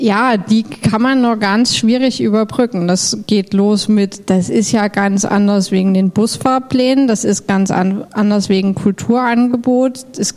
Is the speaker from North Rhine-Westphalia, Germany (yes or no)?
no; Dresden, Saxony, Germany; Jetzt bin ich in Dresden aufgewachsen